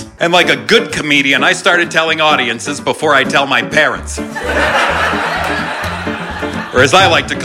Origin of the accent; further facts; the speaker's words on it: New England, United States; I grew up in New England and I loved to draw.